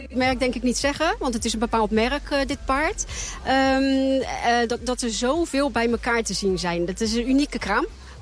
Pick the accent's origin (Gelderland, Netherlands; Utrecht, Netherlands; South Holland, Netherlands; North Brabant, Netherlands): North Brabant, Netherlands; Uit Brabant, Heiningen.